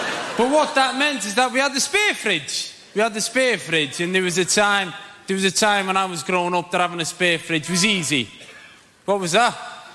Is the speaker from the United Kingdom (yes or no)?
yes; Liverpool, North West England, United Kingdom; I'm from Liverpool.